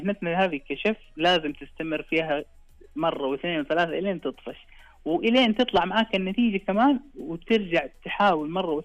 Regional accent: Saudi Arabia; إحنا كسعوديين

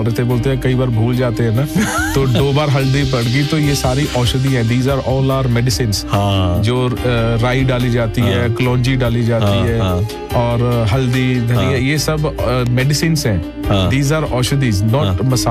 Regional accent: Anandpur Sahib, Punjab, India; हम लोग उसी धरती से हैं जहाँ पे इसकी शुरुआत हुई अनंतपुर साहिब तो अनंतपुर साहिब इज अवर तहसील पहले तहसील अभी नंगल है

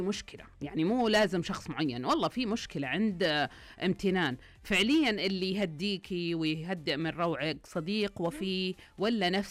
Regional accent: Eastern Province, Saudi Arabia; born there; وأنا وقتها كنت في الشرقية فكنا نشوف قناة البحرين.

